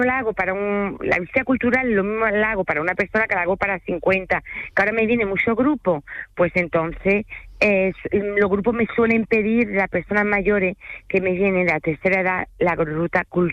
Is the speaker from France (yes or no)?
yes; France; Spanish is a second language; oui, je parle en français. Y yo soy bilingüe. Entonces, hago visita en francés y en español, ¿vale? Porque soy francés, aunque no se me note, todo el mundo me lo dice.